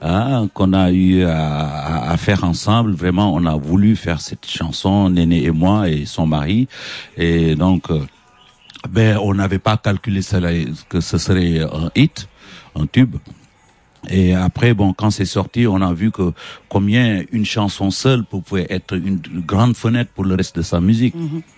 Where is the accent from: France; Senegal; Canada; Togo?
Senegal; je suis un Sénégalais, fier de l'être.